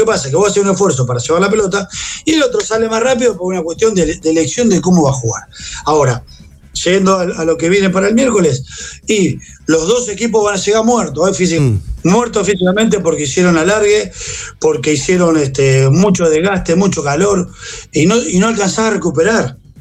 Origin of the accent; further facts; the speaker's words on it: Argentina; porque somos todos argentinos